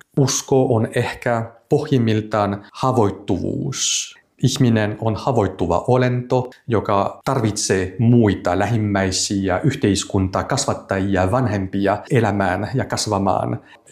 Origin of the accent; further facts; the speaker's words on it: France; Finnish is a second language; moved away as an adult; now in Helsinki, Finland; Olen ranskalainen.